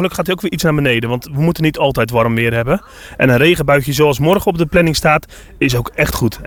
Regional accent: Vlissingen, Zeeland, Netherlands; born there; now in Harskamp, Netherlands; Ik ben van oorsprong zelf een Zeeuw. Dus ik kom uit Vlissingen. Daar ben ik heel trots op nog steeds. Maar we zitten nu een keer echt helemaal aan de andere kant van Nederland.

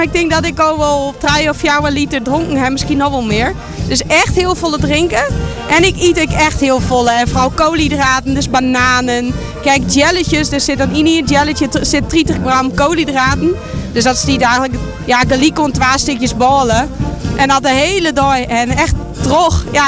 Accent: Friesland, Netherlands; En ik denk dat wij daar als Friesen heel goed in binnen.

